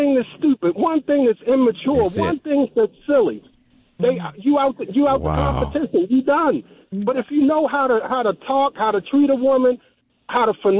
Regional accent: Cherry Hill, New Jersey, United States; I'm from Cherry Hill.

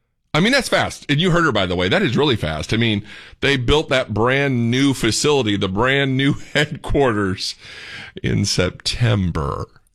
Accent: Indiana, United States; born there; now in Texas, United States; Being an outsider, being a Hoosier by birth, being a Yankee, as a lot of my friends call me, I got the full-on hospitality treatment

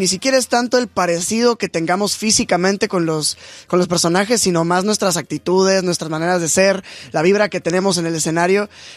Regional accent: Valle de Bravo, State of Mexico, Mexico; y vivía en Valle de Bravo, el pueblo ahí cerca del Estado de México.

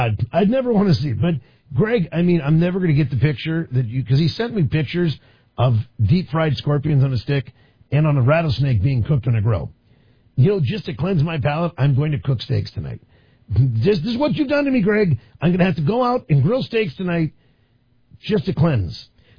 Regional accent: East Coast, United States; growing up on the East Coast, I used to go to the beach every summer.

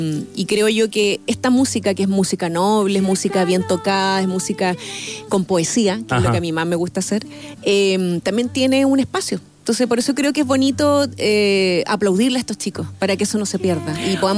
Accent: San Bernardo, Santiago Metropolitan Region, Chile; Para los que venimos de San Bernardo

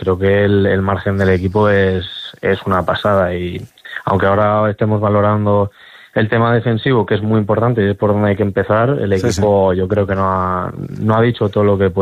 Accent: Ágreda, Castile and León, Spain; he estado muy muy arraigado a Soria, he estado muy arraigado a mi pueblo, a Agre, a mis amigos, a mi familia

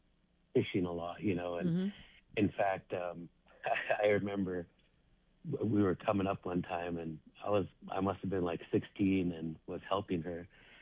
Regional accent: Upper Kalskag, Alaska, United States; I come from Upper Kalskag.

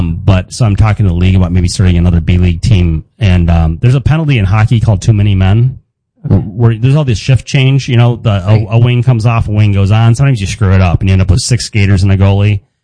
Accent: Michigan, United States; I grew up in Michigan

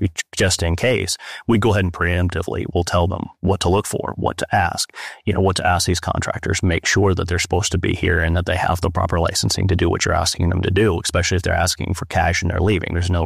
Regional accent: Midwest, United States; now in Florida, United States; especially in this area of Florida, I'm from the Midwest originally

